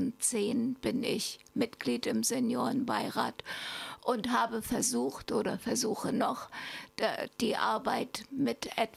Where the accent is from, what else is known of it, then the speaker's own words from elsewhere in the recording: Chemnitz, Saxony, Germany; moved away as an adult; now in Greifswald, Germany; ich komme ursprünglich aus Chemnitz, Karl-Marx-Stadt Chemnitz. Nach dem Studium bin ich dann hier nach Greifswald gekommen